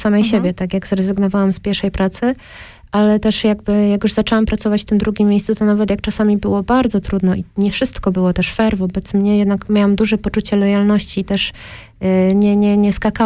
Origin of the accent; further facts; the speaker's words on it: Częstochowa, Silesian Voivodeship, Poland; now in Switzerland; też jest zespołem z mojego rodzinnego miasta, z Częstochowy.